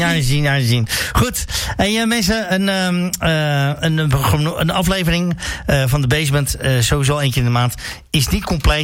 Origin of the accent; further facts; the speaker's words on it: Heerhugowaard, North Holland, Netherlands; ik kom uit Heerdegwaard.